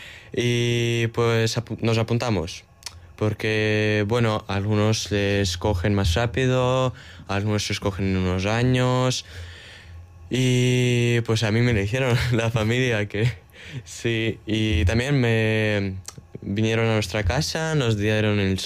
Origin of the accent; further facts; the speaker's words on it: Kyiv Oblast, Ukraine; Spanish is a second language; hemos ido de mi pueblo a Boryspil, que es otra ciudad que está cerca